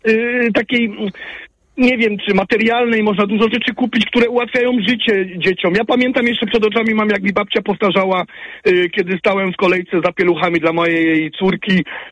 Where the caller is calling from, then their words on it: Silesian Voivodeship, Poland; pochodzę ze Śląska oczywiście.